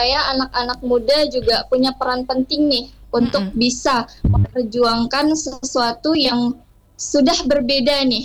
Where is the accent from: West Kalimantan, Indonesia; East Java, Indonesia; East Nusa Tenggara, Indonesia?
West Kalimantan, Indonesia; Sanggau; now in Pontianak, Indonesia; kebetulan saya juga mahasiswa yang bukan dari daerah saya sendiri, karena saya aslinya dari Kabupaten Sanggau.